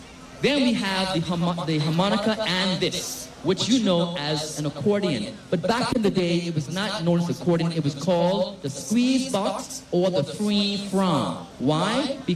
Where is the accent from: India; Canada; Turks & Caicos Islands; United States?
Turks & Caicos Islands; back in the day, it was very hard to be a Tux Islander in the Bahamas. Not today, because we rise and we shine.